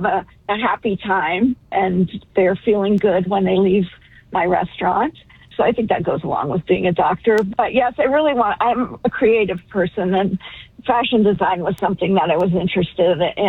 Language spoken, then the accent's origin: English; Boulder, Colorado, United States; now in New York, United States; I wish I still lived there. Although I love New York. I grew up in Boulder.